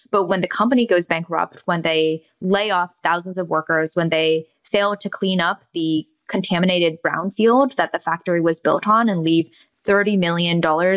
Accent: Milwaukee, Wisconsin, United States; When I was growing up in Milwaukee, like we knew that when we saw like the smokestacks and we heard the noise, that was what was gonna feed our kids

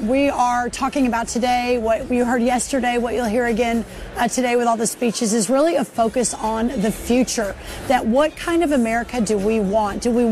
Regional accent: Texas, United States; we're in my home state of Texas, where conservative values certainly tend to win the day most of the time, if not all the time.

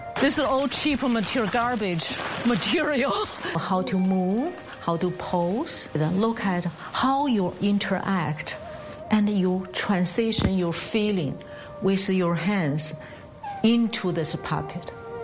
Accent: Beijing, China; English is a second language; moved away as an adult; now in United States; I'm a puppet artist. My company name is Visual Expressions. I'm born from Beijing, China, and then I moved to America 2000.

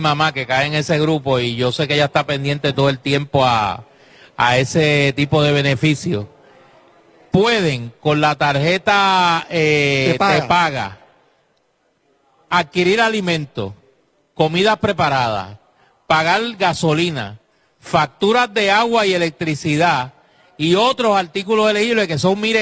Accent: Caguas, Puerto Rico; No es un secreto que yo soy de Cagua.

